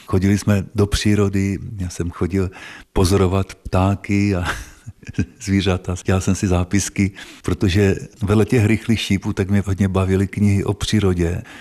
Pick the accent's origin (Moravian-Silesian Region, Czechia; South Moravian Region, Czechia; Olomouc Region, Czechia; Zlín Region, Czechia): Moravian-Silesian Region, Czechia; Petřvald; Vlastně ještě v důchodu potom 20 let vařila v hospodě u nás v Petřvaldě.